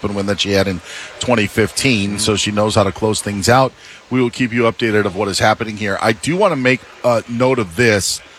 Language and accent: English; Wisconsin, United States; my home state of Wisconsin, Illinois, Indiana, Michigan, Ohio